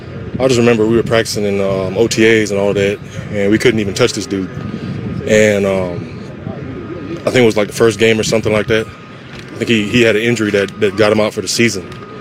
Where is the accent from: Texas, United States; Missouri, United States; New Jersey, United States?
Texas, United States; Houston; You know, my hometown is in Houston. I grew up in Houston.